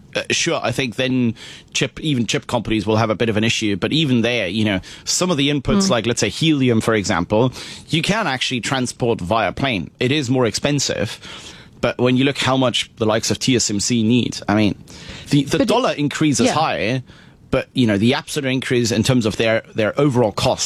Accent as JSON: {"language": "English", "country": "Germany", "second_language": "English", "moved": "as an adult", "lives_now": "United Kingdom", "said": "I come from Germany. The German let's say, well, when these sorts of things happen in Germany, they happen behind closed doors. I remember when I came to the UK first 13 years ago"}